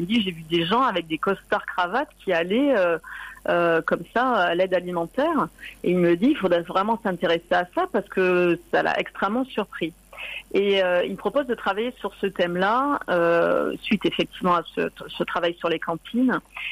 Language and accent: French; Marseille, Provence-Alpes-Côte d'Azur, France; Je suis réalisatrice de documentaires et je suis marseillaise. Je vis à Marseille.